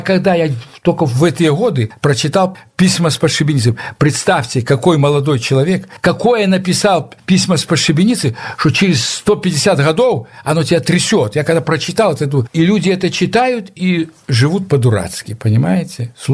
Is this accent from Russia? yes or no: no; Belarus; Я узнал, что я белорус, в 89-м, в 90-м годе